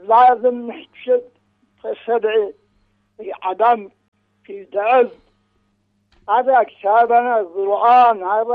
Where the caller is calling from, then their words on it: Sanaa, Amanat Al Asimah, Yemen; من صنعاء من حولنا.